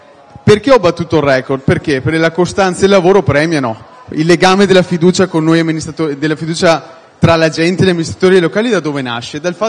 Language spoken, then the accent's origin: Italian; Veneto, Italy; nel mio paese, un piccolo paese nelle Prealpi in provincia di Treviso